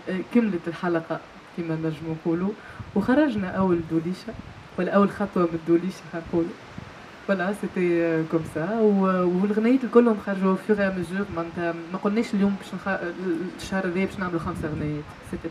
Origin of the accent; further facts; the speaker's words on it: Tunisia; first language Tunisian Arabic; وأنا كتونسية